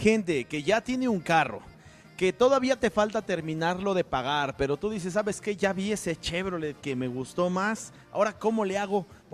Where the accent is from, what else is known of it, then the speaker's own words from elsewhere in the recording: Mexico; Así somos los mexicanos, compa.